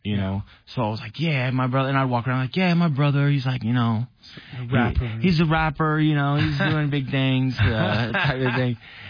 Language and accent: English; Las Vegas, Nevada, United States; moved away as an adult; also born or lived in Washington; now in Boise, United States; for 17 years, born and raised in Las Vegas.